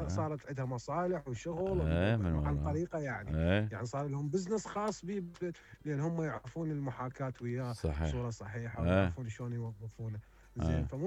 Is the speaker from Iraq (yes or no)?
yes; Iraq; احنا كعراقيين